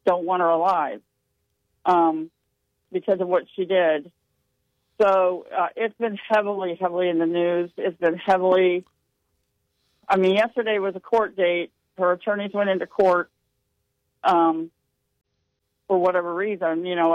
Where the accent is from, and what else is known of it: Ohio, United States; born or raised there; now in Nashville, United States